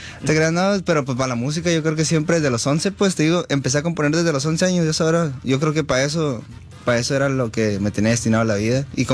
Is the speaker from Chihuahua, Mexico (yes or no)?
yes; Cuauhtémoc, Chihuahua, Mexico; No, yo soy de Chihuahua. Ah, Chihuahua. Sí, de Cuauhtémoc, Chihuahua.